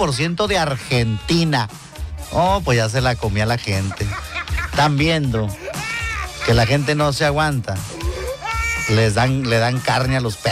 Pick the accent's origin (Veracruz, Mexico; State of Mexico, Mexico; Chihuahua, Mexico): Chihuahua, Mexico; Ciudad Juárez; born or raised there; also born or lived in Fresnillo, Zacatecas